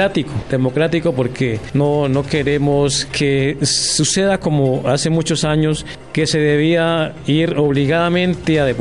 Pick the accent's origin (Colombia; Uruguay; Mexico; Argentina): Colombia